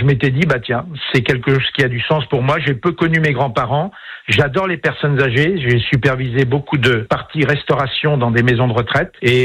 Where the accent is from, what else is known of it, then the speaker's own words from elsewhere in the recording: Nouvelle-Aquitaine, France; moved away; ma région d'origine qui était le Poitou. Je suis un Poitevin de pure souche